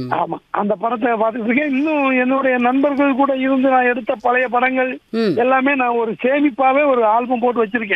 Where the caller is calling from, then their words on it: Kovilpatti, Tamil Nadu, India; கோவில்பட்டியிலிருந்து பேசுறேன், தூத்துக்குடி மாவட்டம் கோவில்பட்டியிலிருந்து.